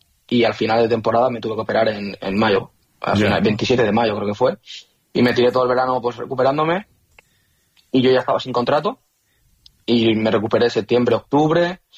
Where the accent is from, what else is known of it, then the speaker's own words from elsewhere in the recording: Valencia, Valencian Community, Spain; soy de que mucha gente te piensa que soy de Cullera, pero soy de Valencia.